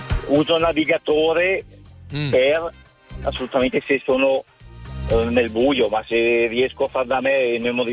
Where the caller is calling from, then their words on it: Bergamo, Lombardy, Italy; Da Bergamo.